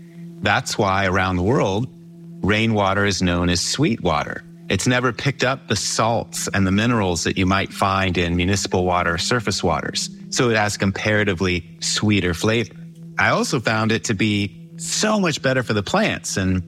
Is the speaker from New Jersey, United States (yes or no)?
no; Tucson, Arizona, United States; as I got older growing up in Tucson.